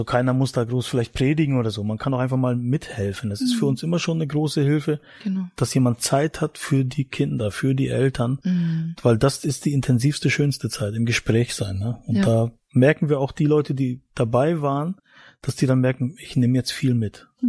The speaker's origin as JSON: {"language": "German", "region": "East Germany", "country": "Germany"}